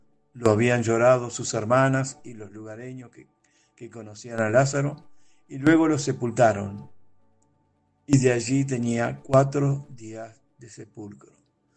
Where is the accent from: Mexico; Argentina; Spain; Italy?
Argentina; soy de Argentina